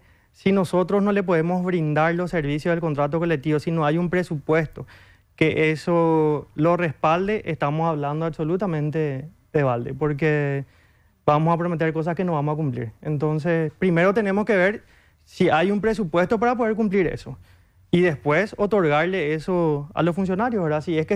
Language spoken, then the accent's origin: Spanish; Asunción, Paraguay; Yo soy asunceno, nacido, criado acá